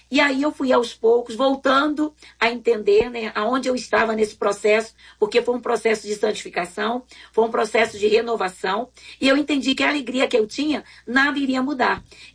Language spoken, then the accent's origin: Portuguese; Rio de Janeiro, Brazil; moved away as an adult; a gente chega na cidade e somos cariocas, então nós temos uma característica diferente.